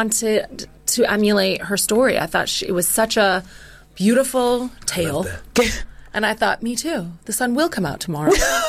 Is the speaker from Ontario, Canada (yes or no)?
yes; Sarnia, Ontario, Canada; I'm from Sarnia, which is very close to Detroit.